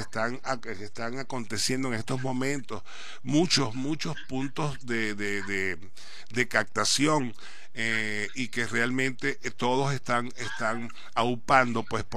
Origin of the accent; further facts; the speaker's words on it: Venezuela; como buen venezolano y hombres de buen corazón